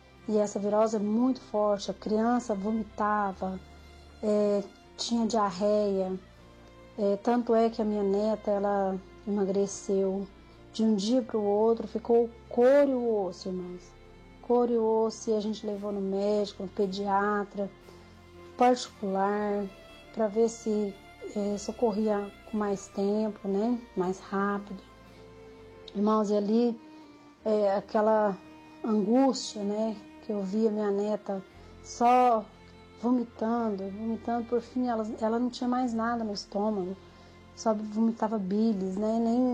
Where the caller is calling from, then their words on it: Araguari, Minas Gerais, Brazil; moro em Araguari, Minas Gerais.